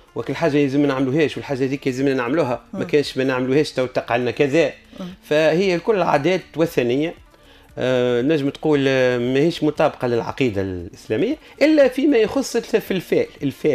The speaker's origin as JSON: {"language": "Arabic", "country": "Tunisia", "said": "عندنا في تونس."}